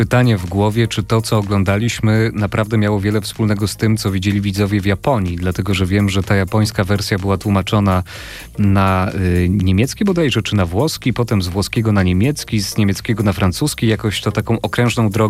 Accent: Rzeszów, Subcarpathian Voivodeship, Poland; jestem z Rzeszowa

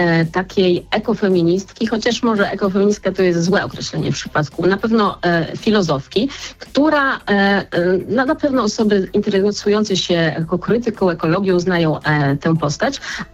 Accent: Podlaskie Voivodeship, Poland; pochodzę z Podlasia

